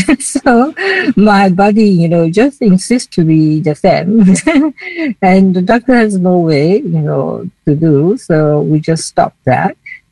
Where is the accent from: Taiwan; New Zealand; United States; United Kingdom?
Taiwan; first language Chinese; English is a second language; I'm from Taiwan, and I am the founder of OII Chinese since 2008.